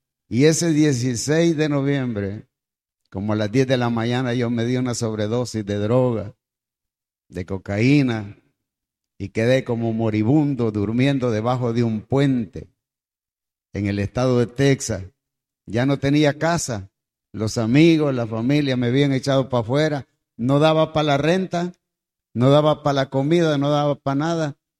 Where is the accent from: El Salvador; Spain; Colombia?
El Salvador; now in United States; Yo me fui de aquí, de El Salvador, para los Estados Unidos, sin conocer a Cristo.